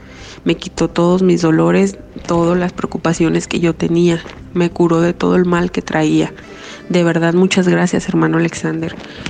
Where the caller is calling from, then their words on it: Tumbiscatío, Michoacán, Mexico; soy de Tumbiscatío, tengo 42 años.